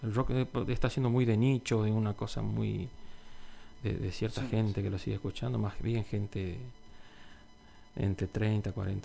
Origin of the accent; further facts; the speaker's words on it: Salta, Argentina; now in Las Toscas, Argentina; yo soy salteño, pero hace muchísimos años que vivo acá en Las Toscas, más de 20 años.